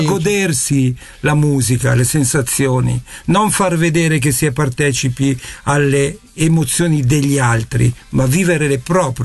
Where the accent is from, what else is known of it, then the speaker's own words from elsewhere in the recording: Parma, Emilia-Romagna, Italy; perché vengo da Parma.